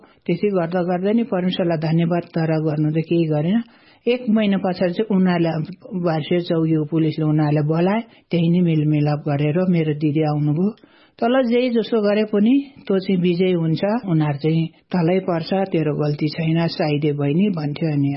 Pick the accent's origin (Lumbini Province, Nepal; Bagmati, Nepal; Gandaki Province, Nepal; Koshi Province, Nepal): Bagmati, Nepal; Sindhupalchok; मेरो गाउँ घर चाहिँ सिन्धुपाल्चो हो।